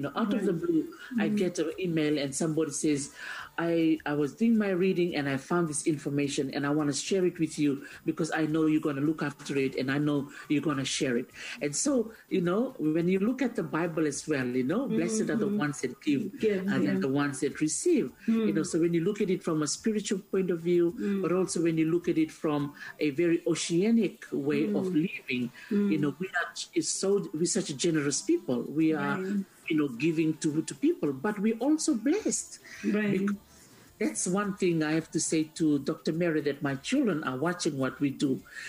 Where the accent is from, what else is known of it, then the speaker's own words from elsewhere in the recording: Fiji; I'm from Fiji and I'm in this room in England.